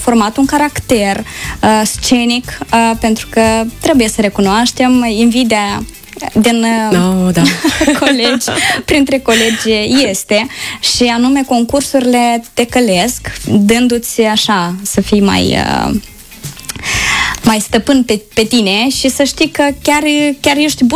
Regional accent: Pîrjolteni, Călărași District, Moldova; moved away; în satul meu de Baștină, unde am înlocuit Baraboiul cu Pârjolteniul.

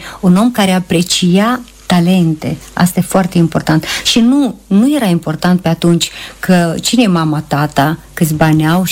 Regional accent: Băcioi, Chișinău, Moldova; mi-era mie cam frică să vin de la Baciu, nu prea aveam cu ce să mă încalț, era noroi

